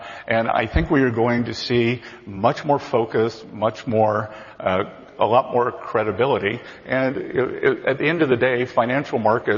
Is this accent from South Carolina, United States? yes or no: yes; South Carolina, United States; Look, I was a kid from South Carolina, a small town, and I was growing up, I just knew something bad happened on Wall Street in 1929.